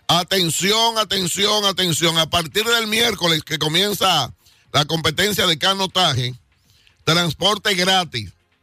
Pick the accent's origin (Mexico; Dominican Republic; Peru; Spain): Dominican Republic; estoy muy contento como dominicano.